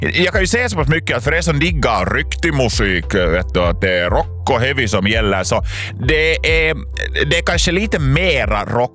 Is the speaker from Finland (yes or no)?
yes; Finland; accent: Finland Swedish; Rumänska, och min finlandssvenska mun kan ju inte säga det här på något annat sätt än